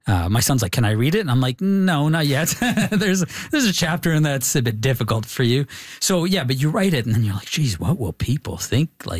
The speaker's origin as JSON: {"language": "English", "town": "Winnipeg", "region": "Manitoba", "country": "Canada"}